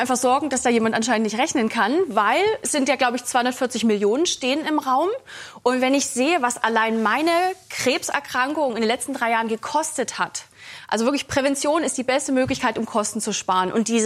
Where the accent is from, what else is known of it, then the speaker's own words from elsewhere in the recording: Saxony, Germany; ich komme aus Sachsen